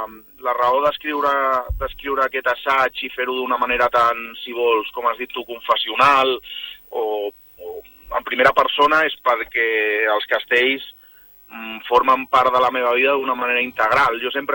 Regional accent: El Vendrell, Catalonia, Spain; Jo no soc de Valls, soc del Vendrell.

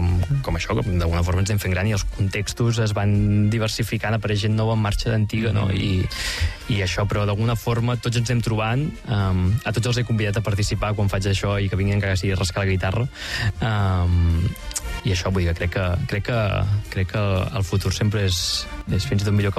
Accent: Mataró, Catalonia, Spain; now in Barcelona, Spain; jo no em volia desempatronar de Mataró. Per aquest punt nostàlgic, no? De dir, no, jo no vull ser de Barcelona, jo vull ser de Mataró.

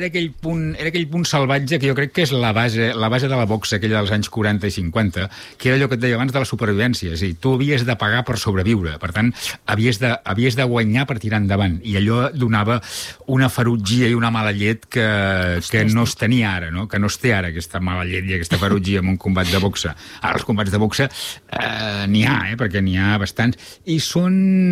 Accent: Reus, Catalonia, Spain; a Reus, jo sóc de Reus

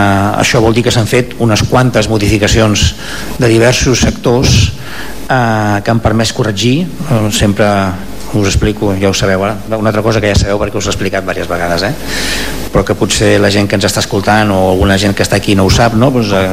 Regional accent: Palafolls, Catalonia, Spain; Quan tots els que som de Palafolls, i els que no ho som però hem vingut, sabem que allò s'inunda amb metres d'aigua quan la Tordera baixa

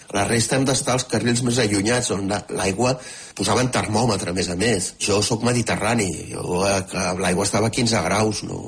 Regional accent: Catalonia, Spain; now in Kyiv, Ukraine; sóc com a bon català, sóc molt boletaire

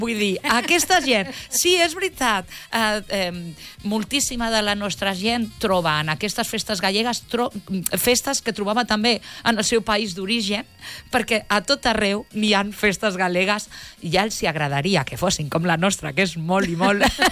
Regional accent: Barcelona, Catalonia, Spain; born there; also born or lived in Touro, Galicia; jo soc de Touro, bueno, jo soc nascuda a la Vall d'Hebron de Barcelona, però quan vaig a Galícia vaig a Touro, que està al costat de Santiago

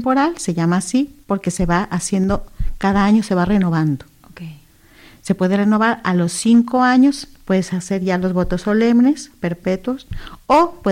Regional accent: Mexico; now in Gran Canaria, Spain; Estuve en México destinada también, en mi tierra.

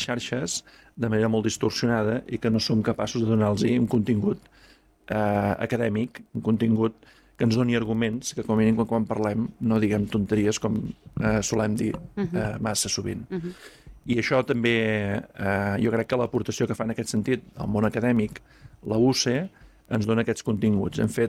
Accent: Manresa, Catalonia, Spain; com a manresà, ara parlo com a manresà

